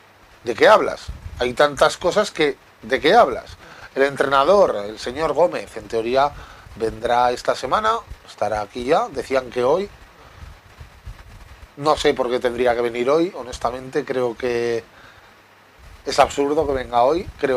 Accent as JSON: {"language": "Spanish", "town": "Zaragoza", "region": "Aragon", "country": "Spain", "said": "Pero como zaragozanos, no lo teníamos que querer."}